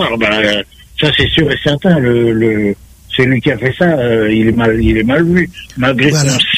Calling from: Saint-Louis, Réunion; j'habite au Golfe de Saint-Louis.

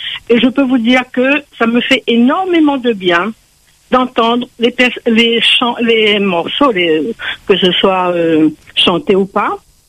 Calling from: Le Tampon, Réunion; J'habite au Tampon, j'ai 79 ans

